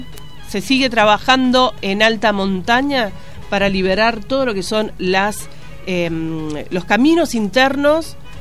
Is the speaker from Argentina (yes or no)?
yes; Argentina; comentarios respecto a si los argentinos somos o no racistas.